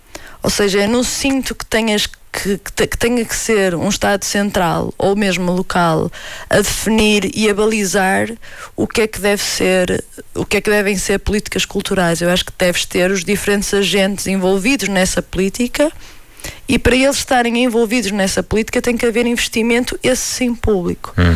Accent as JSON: {"language": "Portuguese", "town": "Lousada", "region": "Norte", "country": "Portugal", "tie": "born or raised there", "said": "na minha terra natal, em Lousada"}